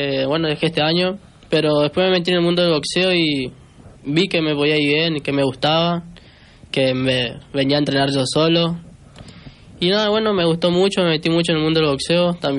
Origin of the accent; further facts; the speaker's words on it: Reconquista, Santa Fe, Argentina; bueno, soy de Reconquista